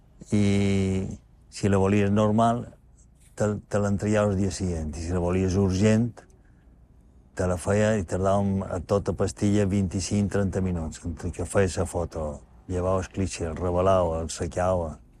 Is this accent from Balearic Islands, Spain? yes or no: yes; Palma, Balearic Islands, Spain; born there; vaig néixer a Palma l'any 1952, dia de 9 de març. Jo vaig néixer en esquerra Joan Crespí, que ja perquè encara naixíem en els pisos. Vaig néixer a sa casa, sí.